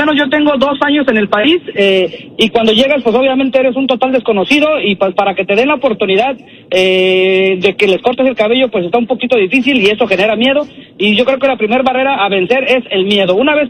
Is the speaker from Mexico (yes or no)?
yes; Oaxaca, Mexico; Soy de Oaxaca, de Juárez. 100% oaxaqueño y orgullosamente oaxaqueño.